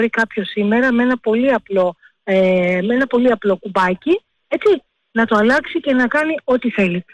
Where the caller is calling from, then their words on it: Greece; γιατί είμαι Ελληνίδα